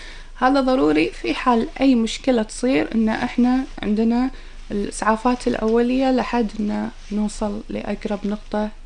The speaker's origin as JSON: {"language": "Arabic", "country": "Kuwait", "said": "إحنا عندنا بالكويت هني لأن يعني إحنا دولة فيها ساحل أو الخليج العربي نتميز فيه"}